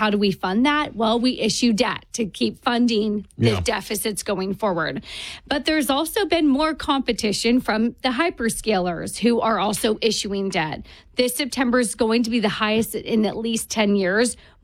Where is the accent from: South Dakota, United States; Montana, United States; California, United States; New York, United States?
California, United States; I'm from California. They use less water than my almond farm.